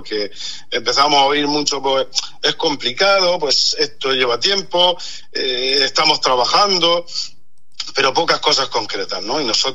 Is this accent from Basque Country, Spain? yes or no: no; Caravaca de la Cruz, Region of Murcia, Spain; somos Caravaca de la Cruz desde el 62